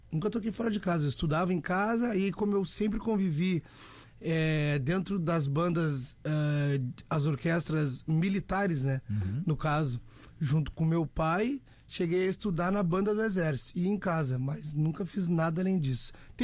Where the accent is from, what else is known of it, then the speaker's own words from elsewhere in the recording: Viamão, Rio Grande do Sul, Brazil; Unidos de Vila Isabel de Viamão, de onde eu sou oriundo